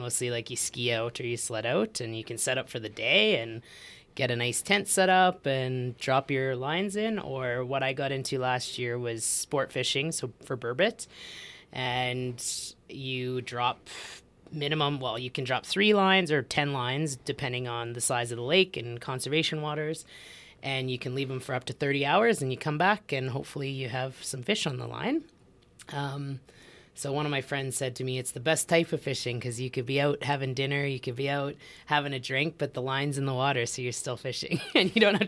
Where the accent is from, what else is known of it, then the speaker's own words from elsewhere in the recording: Edmonton, Alberta, Canada; moved away; I grew up in Edmonton.